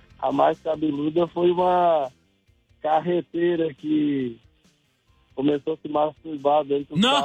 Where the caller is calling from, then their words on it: Criciúma, Santa Catarina, Brazil; aqui de Criciúma, Santa Catarina.